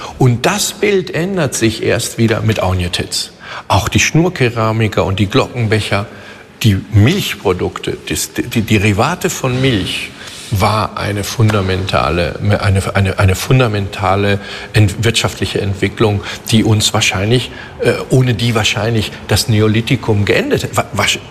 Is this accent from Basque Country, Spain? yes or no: no; Catalonia, Spain; Ich war ja an der deutschen Schule, ich bin ja in Katalonien aufgewachsen, aber dann deutsche Schule Madrid habe ich das deutsche Abitur machen können.